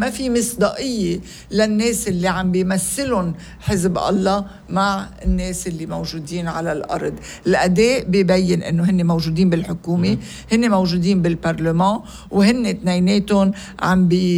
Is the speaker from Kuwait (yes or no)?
no; Lebanon; نحنا كلنا كلبنانيين بدنا نعيش مع بعض